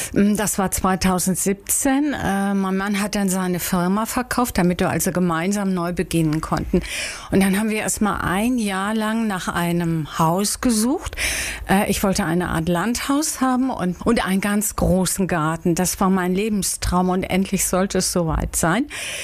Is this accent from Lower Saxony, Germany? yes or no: no; Wuppertal, North Rhine-Westphalia, Germany; Ich habe meine Kindheit am Rande von Wuppertal bei Düsseldorf verbracht